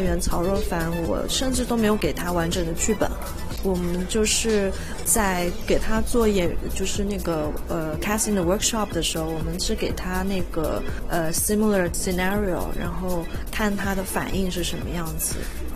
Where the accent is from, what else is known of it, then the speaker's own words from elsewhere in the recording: Fujian, China; moved away; 我是福建人，我其实在想第一个地方的时候，我更想的是我童年的地方，就是我想童年是在福建的山区长大的